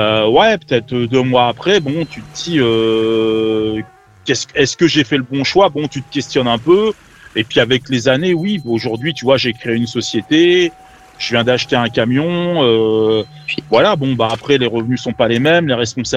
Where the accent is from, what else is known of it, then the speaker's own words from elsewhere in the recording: France; moved away as an adult; now in Quebec, Canada; Moi après je suis français avant tout